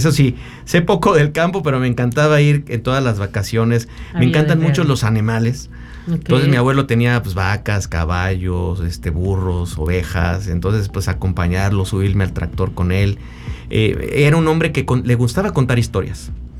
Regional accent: San Luis Potosí, Mexico; soy soy de San Luis Potosí, no tengo hermanos.

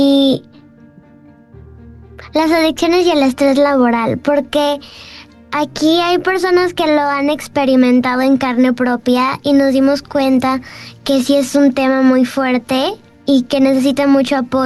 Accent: Veracruz, Mexico; Yo soy veracruzana

